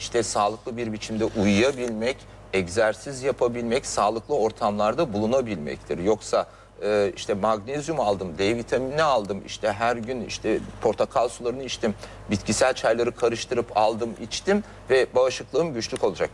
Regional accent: Aegean Region, Turkey; Ege. Benim memleketimde

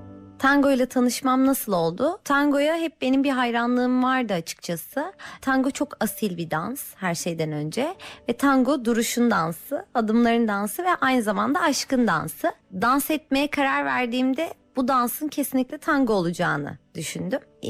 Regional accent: Eskişehir, Turkey; born there; Eskişehir doğumluyum.

